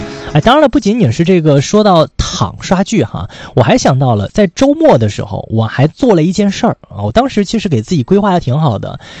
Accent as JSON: {"language": "Chinese", "region": "northern China", "country": "China", "said": "作为北方人来说，好像学习粤语有一点点的难"}